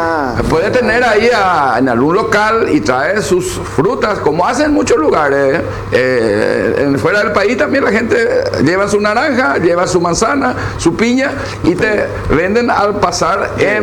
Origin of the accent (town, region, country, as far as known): Lambaré, Central, Paraguay